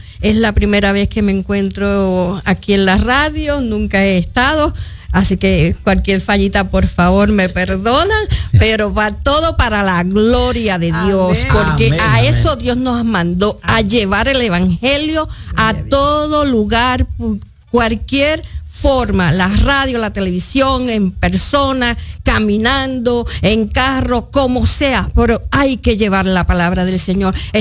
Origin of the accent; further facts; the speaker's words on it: Puerto Rico; soy puertorriqueña